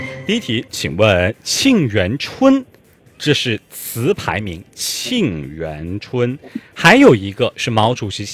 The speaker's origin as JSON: {"language": "Chinese", "region": "Jiangxi", "country": "China", "tie": "born or raised there", "moved": "yes", "said": "没运到我们江西去卖。"}